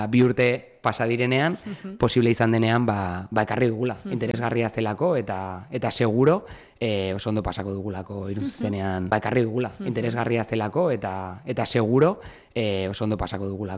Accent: Irun, Basque Country, Spain; Begira, baina Irundarra naiz

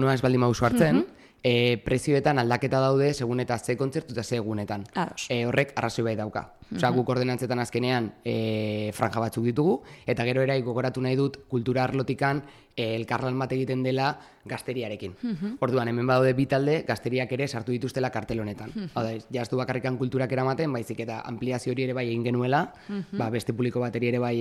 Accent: Irun, Basque Country, Spain; Hau egira, ba, Irundarra naiz, orain dela 10 urte

